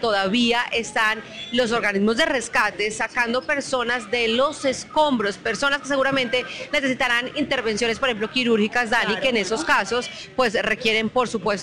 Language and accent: Spanish; Manizales, Caldas, Colombia; now in Bogotá, Colombia; en mi tierra amada, en Manizales